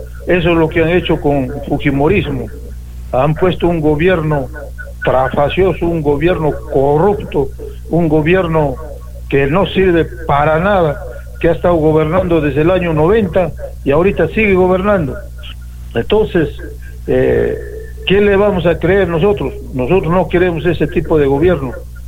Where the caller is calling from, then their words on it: Peru; aquí en el Perú el patito feo somos todos los peruanos